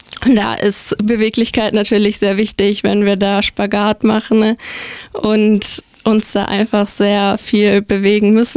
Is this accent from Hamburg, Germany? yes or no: no; Löwenstein, Baden-Württemberg, Germany; Ja, sehr. Also es ist halt auch einfach durch die ländliche Gegend, es ist sehr ruhig, man hat entspannt, man hat auch viele Tiere, die dort unterwegs sind. Es ist einfach eine sehr entspannte, entschleunigende Gegend.